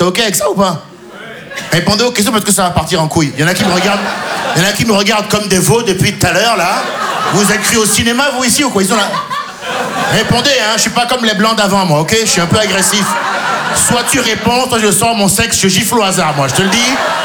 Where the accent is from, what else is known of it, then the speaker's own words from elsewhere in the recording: Benin; also born or lived in France; je suis franco-béninois. Ouais, mais je me dis, maintenant, quand les impôts, ils viennent, je suis béninois.